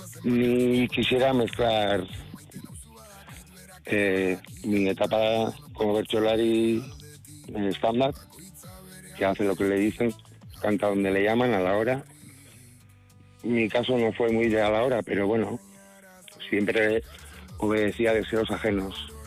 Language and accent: Spanish; Portugal; Yo me considero portugués euskaldun y no reniego ni mucho menos de ello.